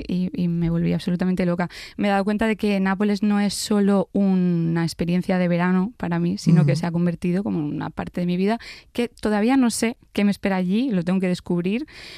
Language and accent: Spanish; Granada, Andalusia, Spain; moved away; Porque yo cuando estoy allí me encierro en mi ciudad y me cuesta mucho irme, ¿no? De uh-huh. hecho, yo me fui de Granada por una ruptura amorosa